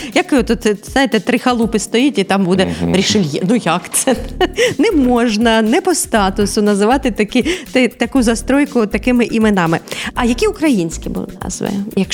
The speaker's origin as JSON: {"language": "Ukrainian", "region": "Donetsk Oblast", "country": "Ukraine", "moved": "as an adult", "lives_now": "Odesa, Ukraine", "said": "Так само я з Донеччини"}